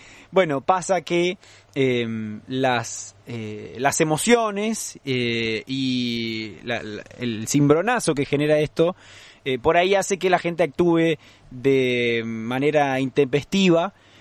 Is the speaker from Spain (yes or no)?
no; Paraná, Entre Ríos, Argentina; born there; Yo puedo decir que nací en la misma ciudad que … no sé los del otro lado del charco. Lo discutirán. ¿Qué pasa, Iván? Sí, yo soy de origen vasco